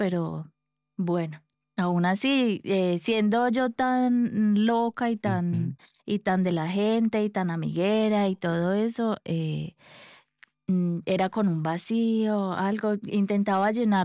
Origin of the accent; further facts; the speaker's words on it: Colombia; Soy de Colombia.